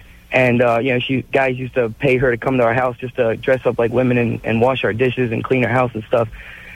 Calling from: Chicago, Illinois, United States; I'm calling from Chicago. Illinois.

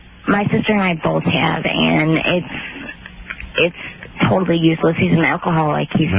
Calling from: Chicago, Illinois, United States; I'm from Chicago

